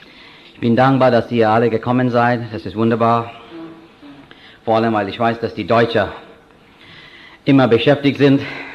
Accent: India; Wir haben Projekte in Indien, ich bin Inder.

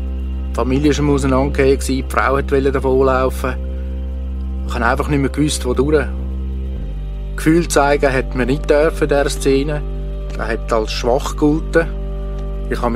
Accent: Switzerland; born there; also born or lived in Mexico; Ich bin in Mexiko auf die Welt gekommen, habe 9,5 Jahre dort gelebt. Dann haben sich meine Eltern entschieden, wieder zurück in die Schweiz zu kommen. Ich habe mich als Schweizer gefühlt, hatte einen Schweizer Pass und habe das Gefühl, ich komme heim.

